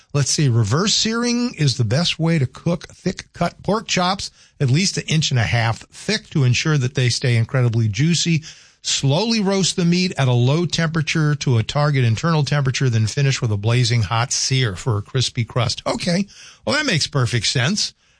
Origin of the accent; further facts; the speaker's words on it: the South, United States; I am from the South.